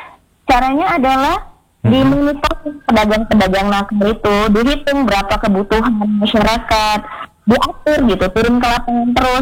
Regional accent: Aceh, Indonesia; Ini kayak kita ini kan, Aceh ini kan masalahnya semua diambil dari luar.

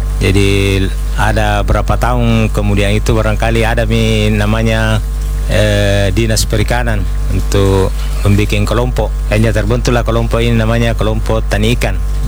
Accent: Kalimantan, Indonesia; moved away; Saya dari Kalimantan, merantau sampai ke sini tidak ada kerjaan, jadi terpaksa turun di perikanan ini.

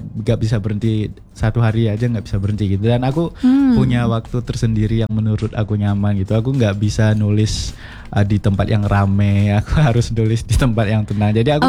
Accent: West Sumatra, Indonesia

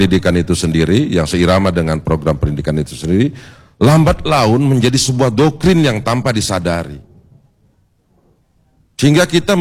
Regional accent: Tanjung Pinang, Riau Islands, Indonesia; moved away as an adult; also born or lived in Jakarta; lahir di Tanjung Pinang 9 Januari 67 yang lalu.

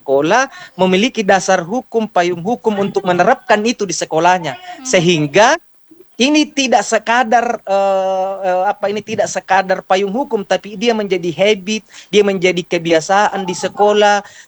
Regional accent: South Sulawesi, Indonesia; kita ini orang suku Makassar, kita ini orang Makassar, kita ini punya bangsa Makassar, kita punya kelong Mangkasara, kita punya aksara Mangkasara

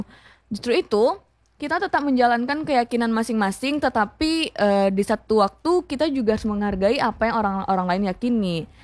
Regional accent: Indonesia; apalagi kita tumbuh di Indonesia yang dimana kita nih berasal dari beda-beda agama gitu.

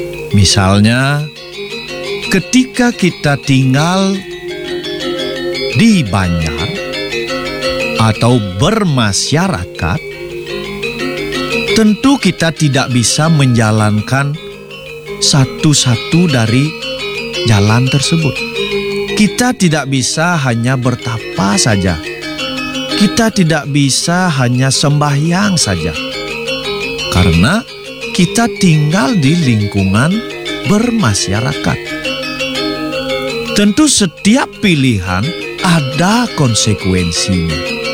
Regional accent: Bali, Indonesia; Bagi kita orang Bali

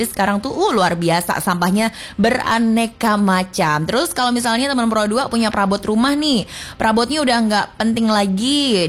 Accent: Semarang, Central Java, Indonesia; kita sebagai warga Kota Semarang

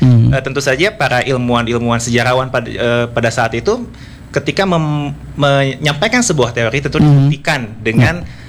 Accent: Bandung, West Java, Indonesia; Saya tinggal di Bandung, Bandung pinggiran kan. Alhamdulillah dari kecil hingga sekarang saya dibesarkan di Bandung.

